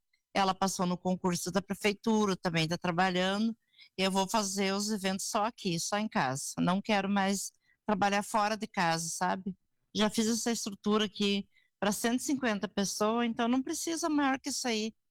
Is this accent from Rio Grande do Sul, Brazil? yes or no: yes; Espraiado, Rio Grande do Sul, Brazil; Eu nasci lá no Espraiado. Moremos sempre lá. Eu morei até os 11 anos lá.